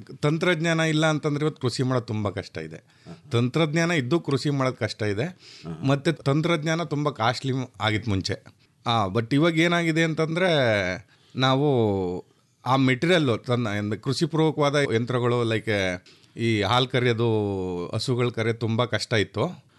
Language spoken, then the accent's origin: Kannada; Dinka, Karnataka, India; ನಂದು ಮಂಡ್ಯ ಜಿಲ್ಲೆ ಪಾಂಡವಪುರ ತಾಲೂಕು ಡಿಂಕಾ ಗ್ರಾಮದಲ್ಲಿ ಇದ್ದದ್ದು. ನಂದು ಬಾಲ್ಯದ ಎಜುಕೇಷನ್ ಎಲ್ಲ ಡಿಂಕಾ ಗ್ರಾಮದಲ್ಲೇ ಆಗಿದೆ. ಮತ್ತು ನಮ್ಮದು ಕೃಷಿ ಪ್ರಧಾನ ಕುಟುಂಬದಿಂದ ಬಂದು